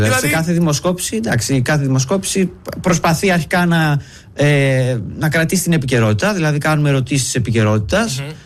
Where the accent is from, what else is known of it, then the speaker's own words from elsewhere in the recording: Thessaloniki, Central Macedonia, Greece; Θεσσαλονίκη.